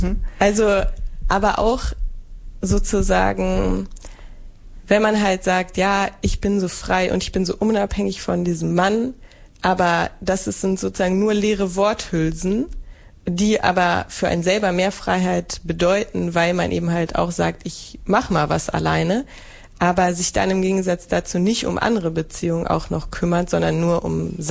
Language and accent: German; western Germany, Germany; Und ich bin aber im Westen aufgewachsen. Meine Mama ist dann auch in den Westen gezogen.